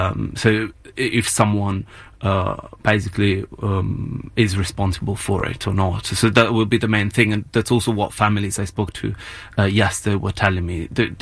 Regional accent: Genoa, Liguria, Italy; I was actually in my hometown. I was driving into town from my parents' place, and I did see it.

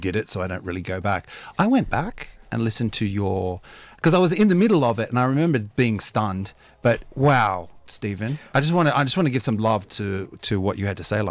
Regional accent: Botany, New South Wales, Australia; I grew up in Botany, up the road.

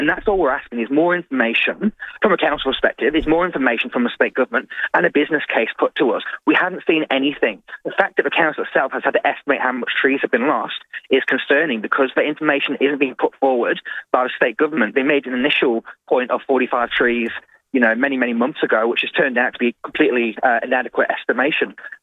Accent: Isle of Man; now in Adelaide, Australia; I'm from the Isle of Man.

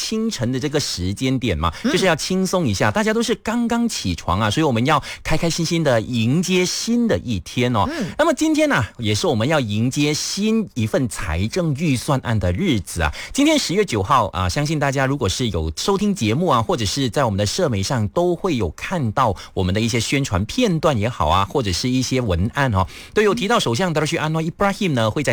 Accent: Ipoh, Perak, Malaysia; now in Kuala Lumpur, Malaysia; 我回家乡哦，回到怡保的时候呢

